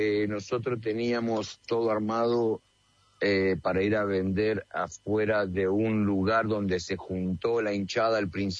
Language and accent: Spanish; Argentina; Hoy somos todos Argentina, hoy yo me encuentro